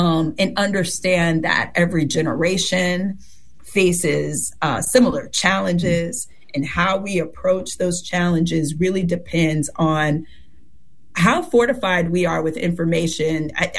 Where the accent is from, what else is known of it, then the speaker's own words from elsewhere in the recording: Fayetteville, North Carolina, United States; I mean, so I'm from North Carolina. I'm really glad to be with you all. I'm a military brat, Army brat from Fayetteville